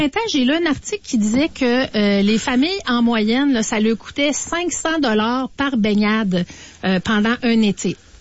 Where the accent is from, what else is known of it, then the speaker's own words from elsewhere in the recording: Laval, Quebec, Canada; born there; J'étais la seule de mes grands-parents quand j'étais jeune, puis à Fabreville.